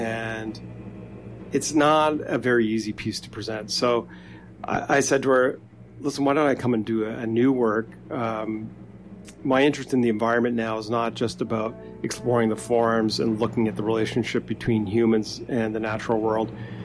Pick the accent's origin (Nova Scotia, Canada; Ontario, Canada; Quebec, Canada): Ontario, Canada; growing up in Northern Ontario